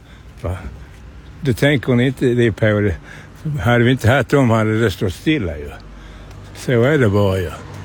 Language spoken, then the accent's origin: Swedish; Skåne, Sweden; also born or lived in Svalöv; Ja, lilla Torlöv så växte jag upp i. Ja. Och sen har jag bott i Svalöv.